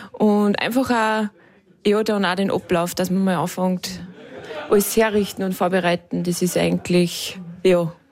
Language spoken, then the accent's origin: German; Upper Austria, Austria; Ich komme aus dem Innviertel, also eine kleine Gemeinde in Braunau